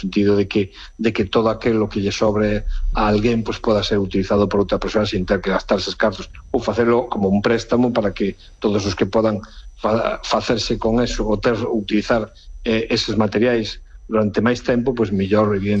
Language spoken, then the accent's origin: Galician; Lugo, Galicia, Spain